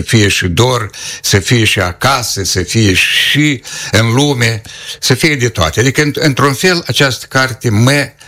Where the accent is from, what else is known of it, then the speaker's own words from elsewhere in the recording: Pelinia, Drochia District, Moldova; satul meu Pelenia, unde era un crâng așa mic.